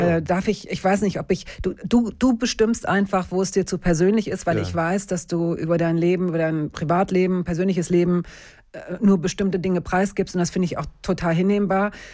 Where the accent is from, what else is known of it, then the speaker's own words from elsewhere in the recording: Hanover, Lower Saxony, Germany; Und trotzdem habe ich das Gefühl, dieses Hannover von früher so ein bisschen in den Arm nehmen zu können, weil es war okay, da groß zu werden.